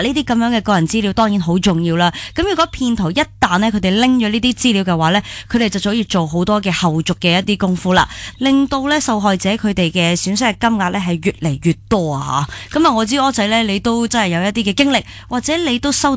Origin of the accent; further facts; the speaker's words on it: Hong Kong; 香港人真的很醒的嘛。